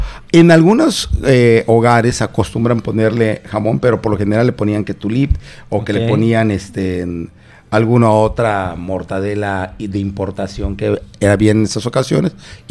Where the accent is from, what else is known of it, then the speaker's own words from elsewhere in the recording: Chetumal, Quintana Roo, Mexico; Al inicio de la fundación de Payo Obispo, Chactemal y hoy Chetumal, muchos de nuestros ancestros, nuestros abuelos, nuestros tíos, vinieron de fuera.